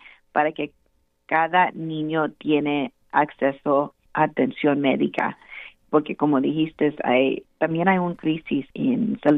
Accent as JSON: {"language": "Spanish", "town": "Brownsville", "region": "Texas", "country": "United States", "tie": "born or raised there", "lives_now": "Austin, United States", "said": "Pues sí, yo soy del Valle de Brownsville, nací en el Valle y fui a escuela en Brownsville"}